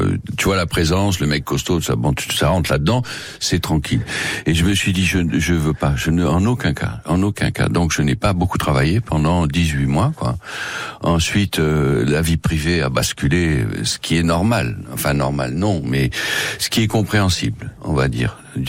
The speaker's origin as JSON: {"language": "French", "country": "France", "said": "En plus, on est français, donc on n'a pas la même approche agressive qu'à l'acteur américain."}